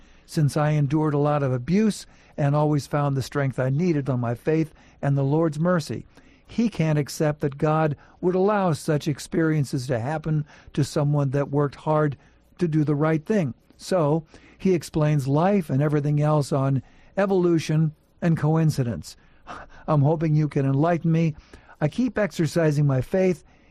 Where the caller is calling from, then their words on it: Washington, United States; I'm listening from Washington State.